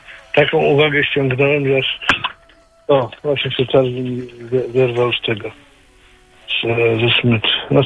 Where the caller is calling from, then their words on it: Radom, Masovian Voivodeship, Poland; Ja jestem z Radomia, dlatego się tak śmieję. Nie mieszkam w Gnieźnie.